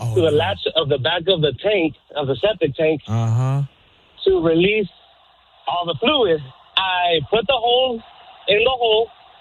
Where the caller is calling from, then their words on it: Perris, California, United States; Man, I'm calling from Paris. And I'm not saying Paris, France. Paris, California, man.